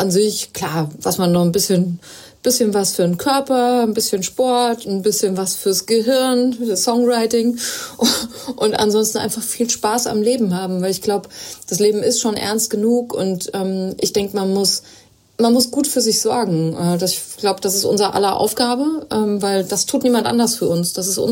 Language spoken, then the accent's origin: German; Frankfurt, Hesse, Germany; war jetzt auch gerade in meiner alten Heimat in Frankfurt in Hessen zu Konzerten